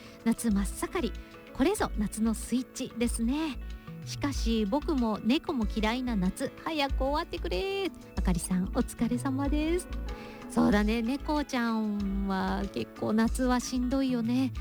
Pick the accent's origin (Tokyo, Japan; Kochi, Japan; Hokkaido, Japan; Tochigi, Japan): Tochigi, Japan; 僕は栃木県出身ですが、栃木県でも甲子園出場校が決定しました。